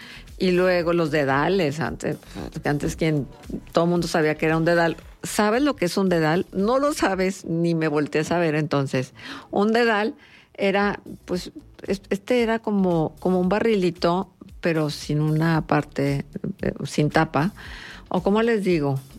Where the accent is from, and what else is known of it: Mexico